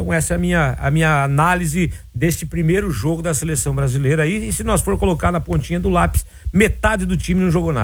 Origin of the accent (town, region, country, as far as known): Brazil